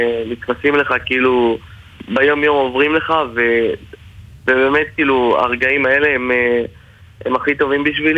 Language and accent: Hebrew; Acre, Northern District, Israel; אני משרת בלשכת גיוס בחיפה, אני באמת מעכו